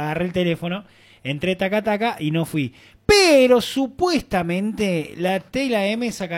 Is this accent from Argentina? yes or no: yes; Argentina; yo soy así, soy argentino.